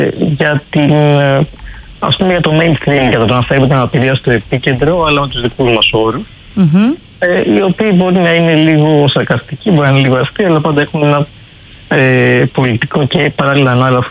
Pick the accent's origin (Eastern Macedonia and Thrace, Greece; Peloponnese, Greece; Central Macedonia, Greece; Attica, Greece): Eastern Macedonia and Thrace, Greece; Komotini; εγώ είμαι από την Κομωτινή.